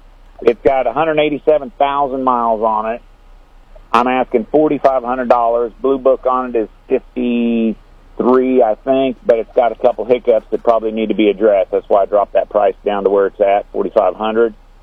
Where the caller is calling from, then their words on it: Boonville, Missouri, United States; Yeah, I'm calling from Boonville, Missouri today.